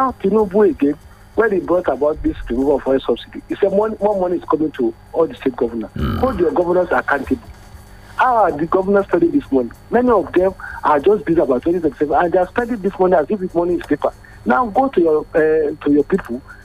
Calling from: Nigeria

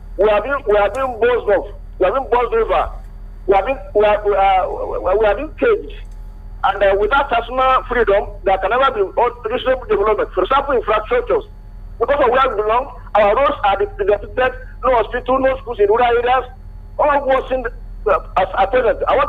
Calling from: Kwara, Nigeria; I'm from Asa by origin.

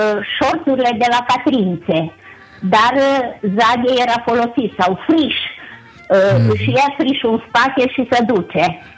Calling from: Jula, Cluj County, Romania; acasă la Jula, noi fiind sate vecine, dar la noi în sat nu se folosea sireu

